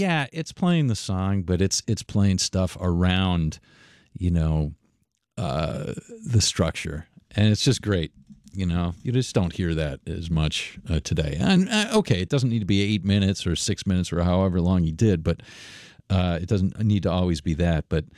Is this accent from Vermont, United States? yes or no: no; Detroit, Michigan, United States; now in Central New York, United States; she came from my hometown of Detroit, or Detroit, as people say.